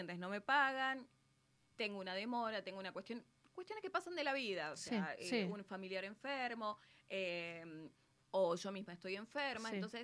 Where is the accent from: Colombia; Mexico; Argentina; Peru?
Argentina; como argentinos así nos va.